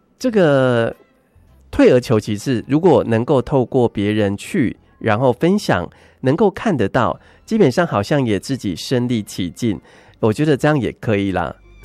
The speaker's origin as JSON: {"language": "Chinese", "region": "Kaohsiung", "country": "Taiwan", "tie": "born or raised there", "said": "因为我本身是高雄人"}